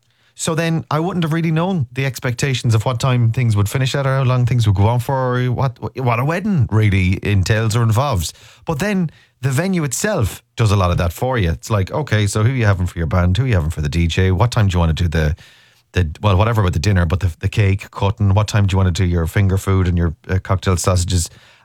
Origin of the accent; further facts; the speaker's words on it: Ireland; We're Irish though, I suppose, and we're accustomed to going all night.